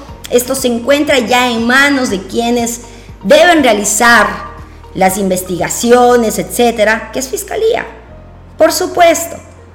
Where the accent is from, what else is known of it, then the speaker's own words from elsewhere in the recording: Ecuador; seguimos nosotros como ecuatorianos a la espera.